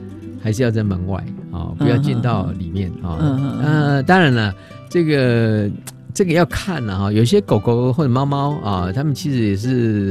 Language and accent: Chinese; central Taiwan, Taiwan; 但是我是中部人嘛